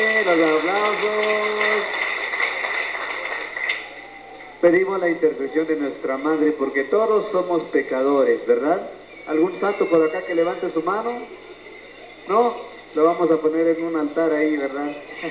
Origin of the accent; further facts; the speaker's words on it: San Cristóbal Totonicapán, Totonicapán, Guatemala; Nosotros somos oriundos de San Cristóbal Toto